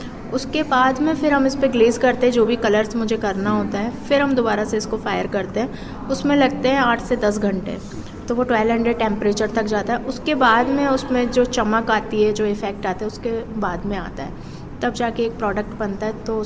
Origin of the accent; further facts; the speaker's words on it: Gwalior, Madhya Pradesh, India; मैं सीखकर तो अपने ग्वालियर से ही आई थी।